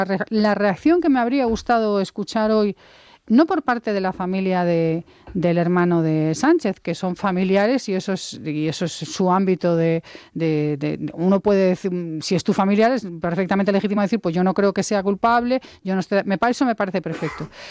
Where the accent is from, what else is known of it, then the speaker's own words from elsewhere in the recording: Santiago de Compostela, Galicia, Spain; Yo, bueno, soy de Santiago de Compostela, no puedo olvidar ni perder de vista la Diputación Ondarense, la Diputación de Lugo